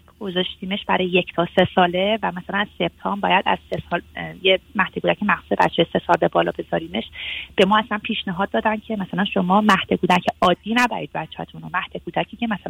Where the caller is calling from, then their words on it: Germany; ما از آلمان هستیم آقای دکتر.